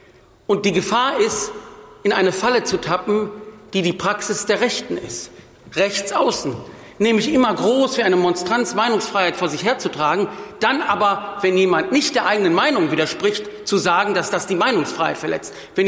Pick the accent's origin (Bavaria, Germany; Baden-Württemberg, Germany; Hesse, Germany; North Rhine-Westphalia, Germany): North Rhine-Westphalia, Germany; Wuppertal; Ich komme aus der Stadt Wuppertal.